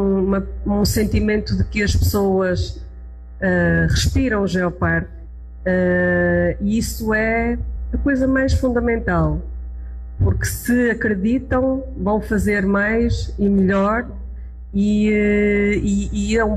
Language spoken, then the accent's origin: Portuguese; Arouca, Norte, Portugal; eu venho de Portugal, de Arouca